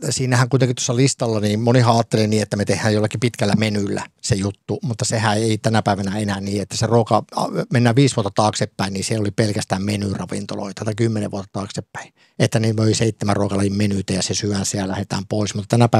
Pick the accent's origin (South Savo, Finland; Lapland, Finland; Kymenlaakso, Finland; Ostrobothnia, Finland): Lapland, Finland; ei meillä Lapissa ole kourallinen hyviä ravintoloita.